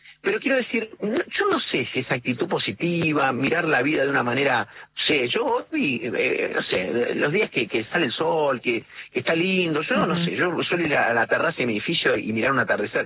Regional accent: Rafaela, Santa Fe, Argentina; also born or lived in La Plata; yo soy de Rafaela, digo, ¿viste? Aun cuando no haya nacido en Rafaela. Pero es un poco el pago chico mío.

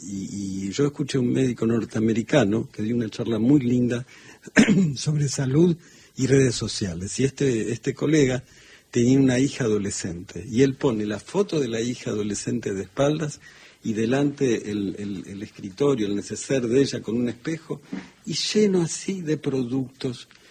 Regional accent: Argentina; yo soy re argentino, y digo, bueno, este país ha recibido históricamente.

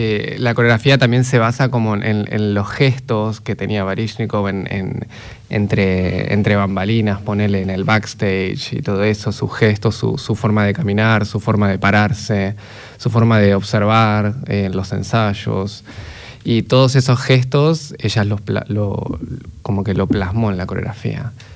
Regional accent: Mar del Plata, Buenos Aires Province, Argentina; yo soy de Mar del Plata.

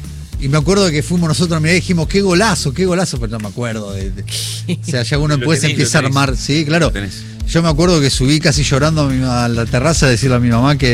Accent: Lanús, Buenos Aires Province, Argentina; born or raised there

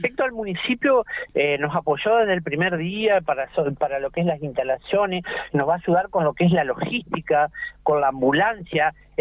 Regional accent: Comandante Luis Piedrabuena, Santa Cruz, Argentina; La acreditación para todo lo que somos de Piedrabuena

